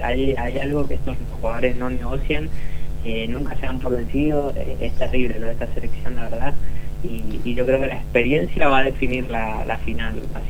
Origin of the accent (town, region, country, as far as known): Argentina